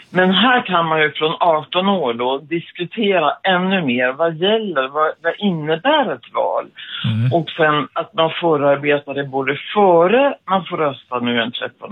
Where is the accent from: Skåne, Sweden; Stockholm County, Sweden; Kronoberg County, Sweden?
Stockholm County, Sweden; Stockholm; born there; för jag är född i Stockholm och gått.